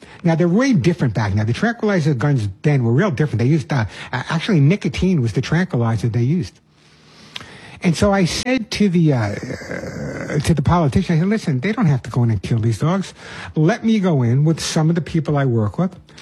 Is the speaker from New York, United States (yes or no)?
yes; Long Island, New York, United States; I'm a New Yorker. I know I lost my accent. I know it's hard to tell I'm from New York, but I am Long Island.